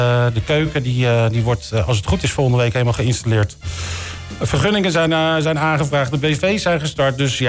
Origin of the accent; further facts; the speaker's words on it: Alphen aan den Rijn, South Holland, Netherlands; ik kom uit Alphen aan den Rijn